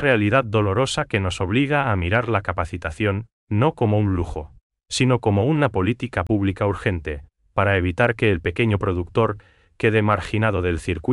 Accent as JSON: {"language": "Spanish", "country": "Paraguay", "said": "esa calidez que nos identifica como paraguayos."}